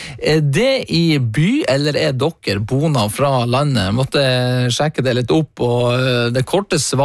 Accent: Senja, Troms, Norway; Men for min egen del så er man jo boende i hjertet som senjaværing, så jeg kan vel egentlig si at jeg identifiserer meg fra bygda.

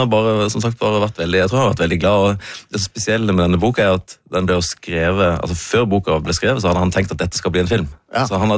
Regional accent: Flekkefjord, Agder, Norway; moved away; Så det gøy da å komme hjem til hjembyen min

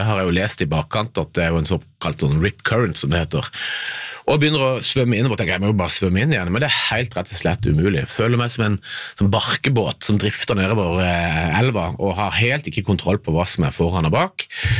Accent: Southern Norway, Norway; Nei, jeg tenker jo at jeg er fra Sørland, jeg kan svømme som en fisk

